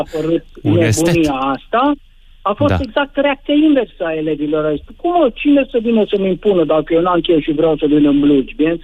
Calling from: Timiș County, Romania; eu sunt din Veta, din județul Timiș.

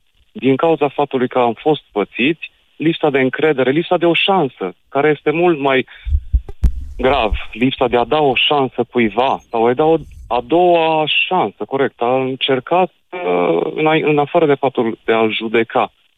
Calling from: Sibiu, Sibiu County, Romania; Eu sunt un antreprenor din Sibiu, din 2007 am firma

